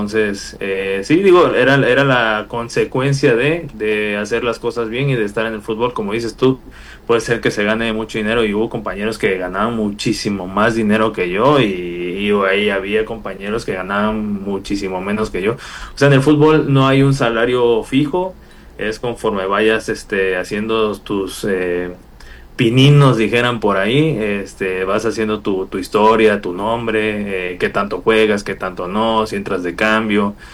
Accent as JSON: {"language": "Spanish", "town": "San Juan Evangelista", "region": "Veracruz", "country": "Mexico", "tie": "born or raised there", "said": "vacaciones en mi casa en San Juan Evangelista, bueno, casa de mis papás en San Juan Evangelista, en mi pueblito."}